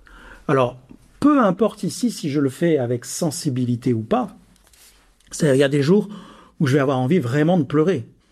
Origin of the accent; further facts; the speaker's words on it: Marseille, Provence-Alpes-Côte d'Azur, France; J'avais un professeur qui nous disait, qui était du Sud, j'ai grandi à Marseille